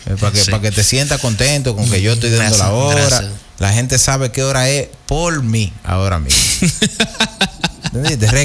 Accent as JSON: {"language": "Spanish", "country": "Dominican Republic", "said": "Entrar a Haití como dominicano es prácticamente imposible."}